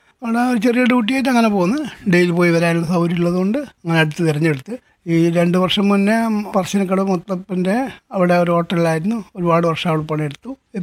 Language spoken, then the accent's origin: Malayalam; Kerala, India; ഞാൻ മരുതായി എന്ന സ്ഥലത്താണ് ജനിച്ചു വളർന്നത്.